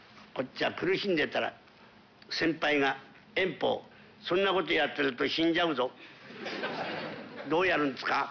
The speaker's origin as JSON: {"language": "Japanese", "region": "Tokyo", "country": "Japan", "tie": "born or raised there", "said": "私と同じ本物の江戸っ子だから"}